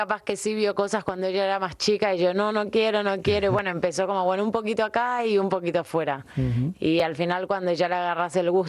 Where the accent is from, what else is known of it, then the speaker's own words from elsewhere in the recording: Argentina; moved away; Y sí, soy argentina, pero bueno, de familia alemana.